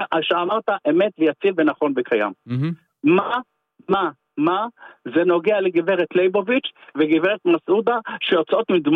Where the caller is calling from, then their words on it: Kiryat HaKarmel, Haifa District, Israel; קריית הכרמל. דיברנו כבר.